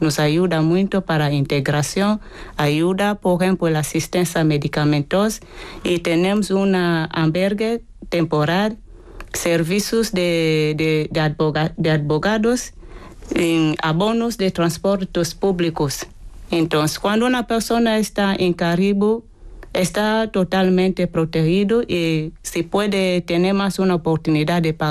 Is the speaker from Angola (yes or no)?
yes; Cabinda, Angola; moved away as an adult; now in Madrid, Spain; Yo vengo de Angola. Uh-huh. Mi ciudad se llama Cabinda.